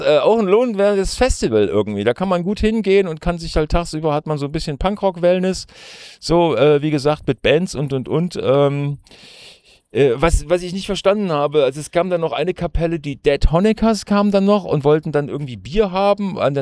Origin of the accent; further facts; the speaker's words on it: North Rhine-Westphalia, Germany; Aber ich komme halt aus dem Ruhrpott, so.